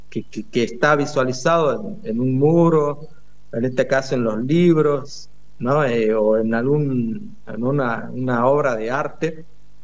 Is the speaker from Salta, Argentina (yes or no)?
yes; Tartagal, Salta, Argentina; Le hablaba en el idioma Simba guaraní nuestro, de esta zona, ya que, bueno, en Tartagal existen más de 7 pueblos originarios